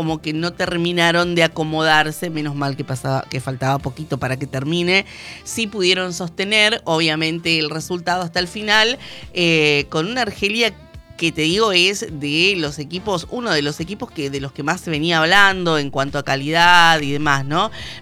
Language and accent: Spanish; Argentina; los argentinos sabemos un montón de fútbol.